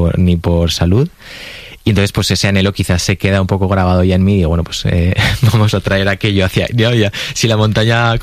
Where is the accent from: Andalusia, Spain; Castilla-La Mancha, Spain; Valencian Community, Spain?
Valencian Community, Spain